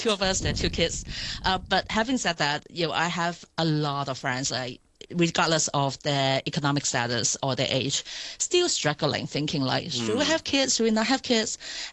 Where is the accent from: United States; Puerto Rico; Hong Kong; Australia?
Hong Kong; We all know, growing up in Hong Kong, you would know the commercial reminding you it takes $4 million to raise a kid, right?